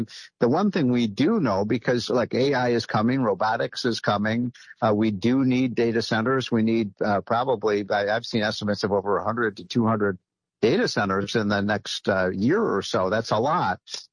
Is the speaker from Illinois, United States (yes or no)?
yes; Chicago, Illinois, United States; I'm a Chicagoan, and just I was crying when I wrote the piece about the Chicago Bears leaving Chicago and going to Hammond, Indiana.